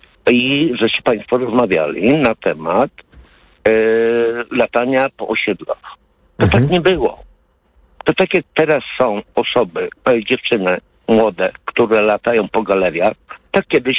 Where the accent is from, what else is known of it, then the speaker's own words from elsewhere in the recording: Warsaw, Masovian Voivodeship, Poland; I tak jak my, jako dzieci z blokowisk, ja jestem z Warszawy, z blokowisk, żeśmy umieli się bawić.